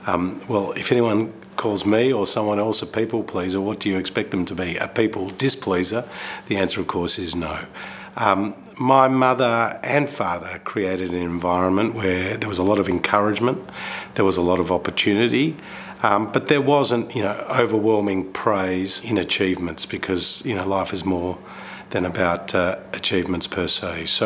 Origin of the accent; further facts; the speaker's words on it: Kooyong, Victoria, Australia; because we grew up in Kooyong, so that was the natural place to one day represent.